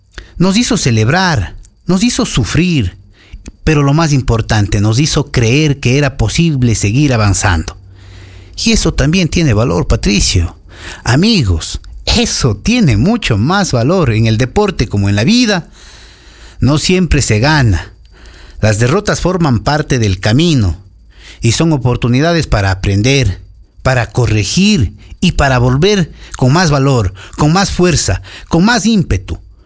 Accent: Ecuador

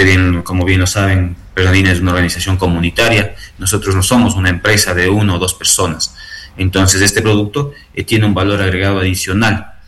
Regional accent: Cotopaxi, Ecuador; Somos de Sitges, somos de Quinticusí. Somos de Cotopaxi

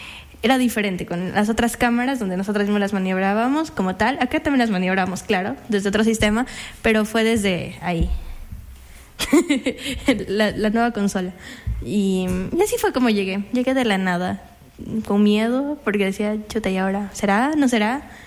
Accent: Loja, Ecuador; moved away; Yo soy de Loja.

